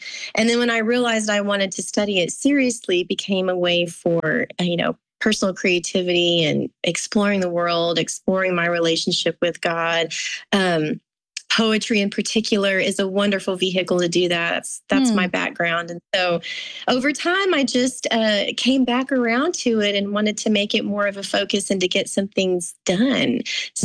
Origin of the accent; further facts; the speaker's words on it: Texas, United States; Well, I'm originally from West Texas. Here in Lubbock, Texas is where I've lived with my husband for, 21 years now, 21 years, a long time. But I was born in this area as well and kind of grew up all over the Southern Plains here in West Texas.